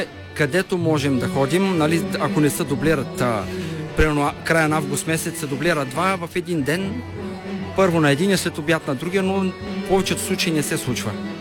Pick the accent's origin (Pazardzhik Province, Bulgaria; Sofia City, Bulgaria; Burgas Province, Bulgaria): Pazardzhik Province, Bulgaria; Velingrad; Общо взето от родопския град сме Велинград